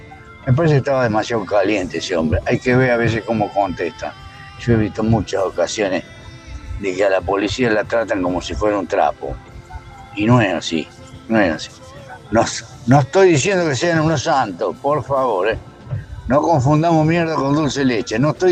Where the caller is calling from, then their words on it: Pergamino, Buenos Aires Province, Argentina; hace 52 años que vivo en Pergamino